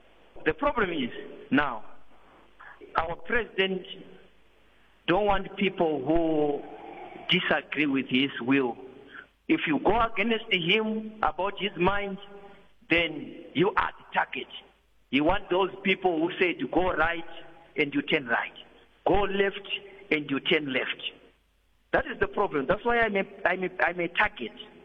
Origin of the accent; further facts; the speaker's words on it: Zimbabwe; moved away as an adult; now in South Africa; I am a politician from Zimbabwe. I've been in politics a long time ago, but I came here in South Africa 2017 after military coup, and I was staying here with my family.